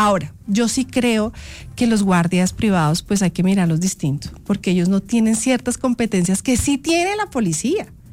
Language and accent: Spanish; Bogotá, Bogotá Capital District, Colombia; Es que es nuestra ciudad.